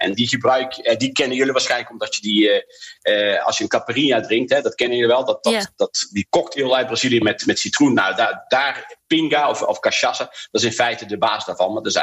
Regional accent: Netherlands; Bij voetbal bijvoorbeeld als Nederlanders samen.

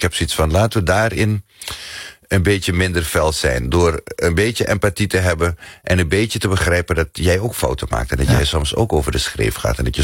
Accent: Netherlands; Ik ben gewoon een freaking Nederlander. En ik heb een onmiskenbare Surinaamse identiteit.

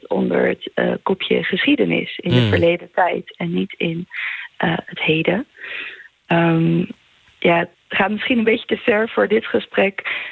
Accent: Bolivia; moved away; En ik ben dan zelf uit Bolivia.

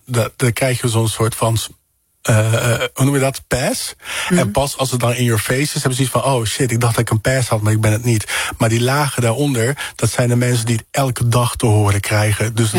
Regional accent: Netherlands Antilles, Netherlands; born there; Want niemand, maar ook echt daadwerkelijk niemand kan mijn Nederlanderschap in kwestie stellen. Sowieso niet, omdat ik gewoon in Nederlands Antillen geboren ben.

